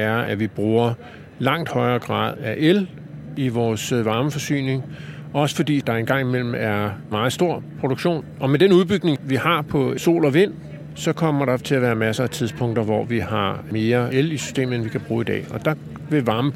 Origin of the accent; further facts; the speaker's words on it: Copenhagen, Capital Region of Denmark, Denmark; som københavner